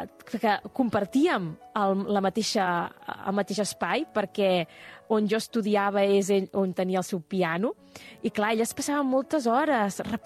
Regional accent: Terrassa, Catalonia, Spain; però jo sóc terrassenca i estic a Terrassa tot el... Bueno, m'encanta Terrassa.

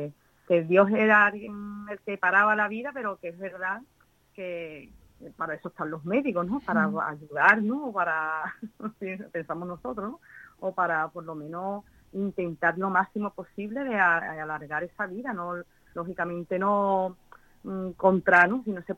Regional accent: Jerez, Andalusia, Spain; nos fuimos a Sevilla, ¿no? Ya digo que somos de Jerez, fuimos en Sevilla y pedimos allí varias opiniones, después fuimos a Madrid también

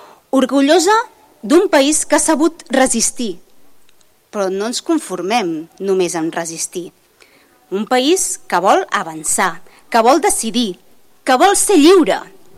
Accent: Catalonia, Spain; first language Catalan; soc catalana i n'estic molt orgullosa de ser catalana. Orgullosa de la nostra llengua, de la nostra cultura

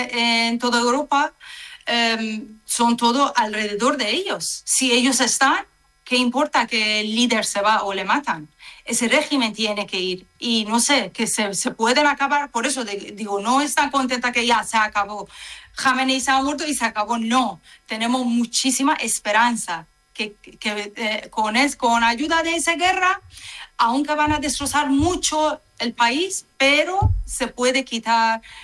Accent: Iran; Spanish is a second language; now in Málaga, Spain; Ah, mis padres, yo vivía en capital, pero ahora mis padres viven en norte de Irán, que es más seguro en todo el país.

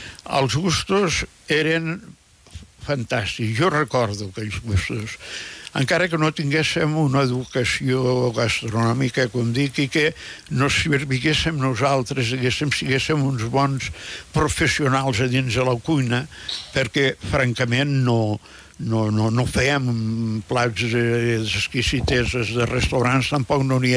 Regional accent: Alguaire, Catalonia, Spain; born there; Al Guaire fèiem arròs, jo he plantat arròs amb les meves mans

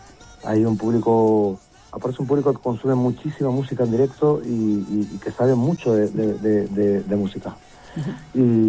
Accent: Spain; si no fuese por mi tierra, por España, no sería nadie.

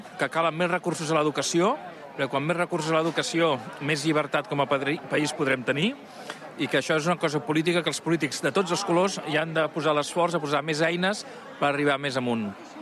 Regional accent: Catalonia, Spain

